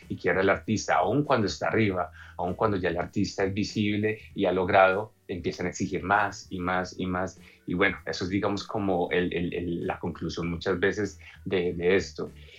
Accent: Colombia; nosotros como colombianos

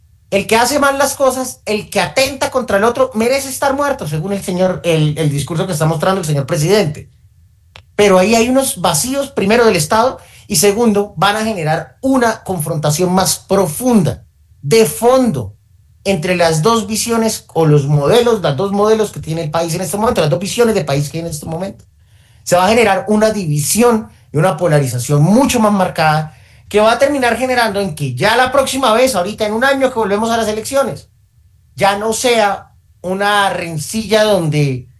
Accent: Santander, Colombia; vuelvo a Santander, mi tierra.

